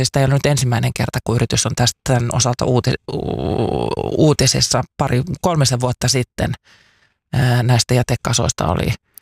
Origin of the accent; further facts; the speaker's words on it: Northern Ostrobothnia / Kainuu, Finland; moved away; vaikka sieltä Oulu-Kainuun seudulta olen kotoisin, en ole koskaan käynyt Hailuodossa.